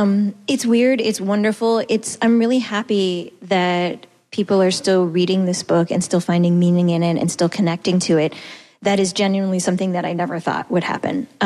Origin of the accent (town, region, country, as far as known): Boston, Massachusetts, United States